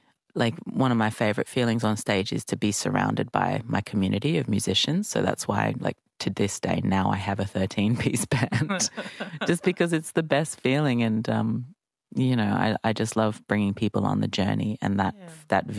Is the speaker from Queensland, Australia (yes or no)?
yes; Townsville, Queensland, Australia; I think, you know, I was born in Townsville and grew up there